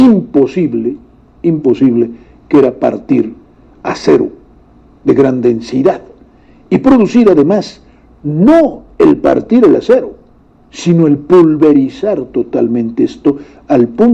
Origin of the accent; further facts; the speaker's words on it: Mexico; siendo mexicanos que han leído o que hemos leído la historia